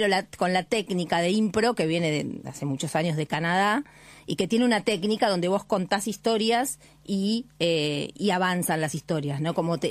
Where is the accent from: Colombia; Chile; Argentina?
Argentina; ahora me voy a un festival internacional como representante argentina en Paraguay, ahora a fin de septiembre, a hacer mi unipersonal de impro